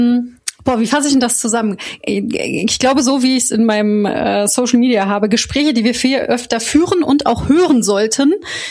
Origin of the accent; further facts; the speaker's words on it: Koblenz, Rhineland-Palatinate, Germany; now in Berlin, Germany; Ah, das schöne Kovelenz am Rhein und an der Mosel. Der alte Rheinland-Pfälzer Pflanze hier.